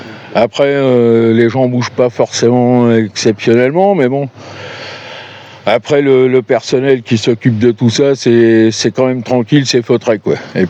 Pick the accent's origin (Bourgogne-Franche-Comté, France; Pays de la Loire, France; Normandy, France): Normandy, France; Cherbourg; Ouais, je viens de Cherbourg, dans la Manche.